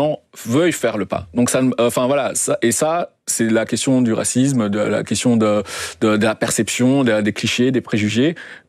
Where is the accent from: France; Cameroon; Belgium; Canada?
Belgium; moi j'ai grandi en Belgique, j'ai mes codes et mon cadre esthétique de plein de références sont les mêmes que mes camarades d'école